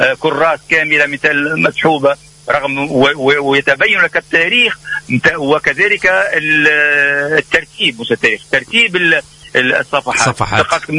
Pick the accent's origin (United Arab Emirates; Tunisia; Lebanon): Tunisia; من بلادنا تونس